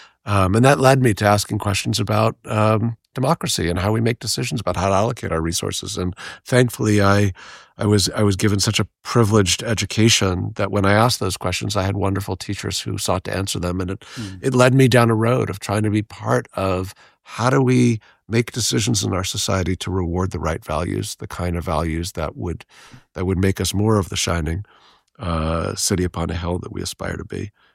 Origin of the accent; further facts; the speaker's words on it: New York, United States; So I'm a New Yorker through and through. I'm a fourth generation New Yorker. And I grew up in New York